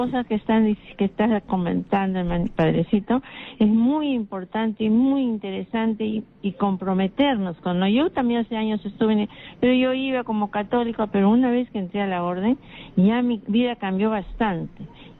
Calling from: Lima, Peru; yo llamo de Barranco, soy franciscana, de la orden franciscana seglar.

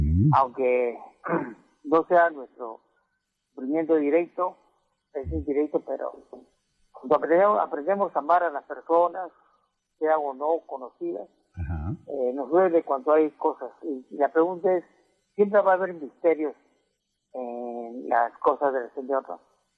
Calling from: Lima, Peru; Desde Cercado de Lima.

